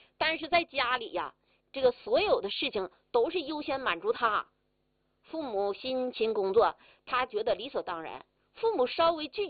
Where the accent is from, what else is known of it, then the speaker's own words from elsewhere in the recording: China; 不是说我们是同学，我们共同发展，我们都是中国人，给中国人争光。